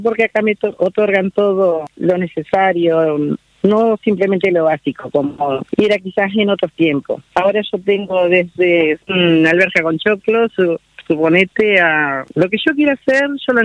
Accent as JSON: {"language": "Spanish", "region": "Rivera", "country": "Uruguay", "tie": "born there", "said": "nací en campaña en la Octava de Rivera"}